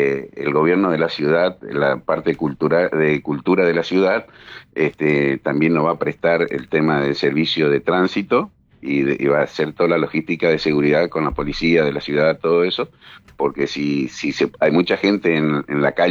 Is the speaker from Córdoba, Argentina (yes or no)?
no; Corrientes, Argentina; La música de mi pueblo, la música de Corrientes, llegar a ese lugar y estar.